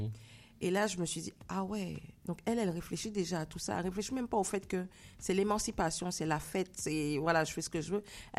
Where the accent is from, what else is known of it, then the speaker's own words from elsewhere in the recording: Guadeloupe; moved away as an adult; now in Quebec, Canada; moi, ben, je viens de la Caraïbe. Et forcément, quand tu dis que tu viens de la Caraïbe et que tu as envie de faire de la musique, surtout quand tu as grandi en Guadeloupe